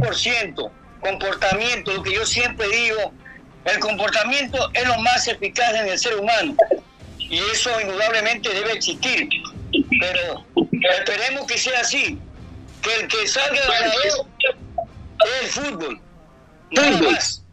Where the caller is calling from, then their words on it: Manabí, Ecuador